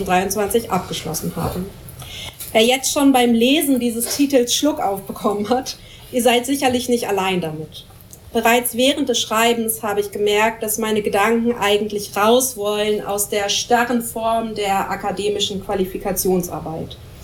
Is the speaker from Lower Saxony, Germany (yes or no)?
yes; Lower Saxony, Germany; born there; Ich wurde im Wendland geboren, da seht ihr mich schlafend auf einer Atommüllblockade.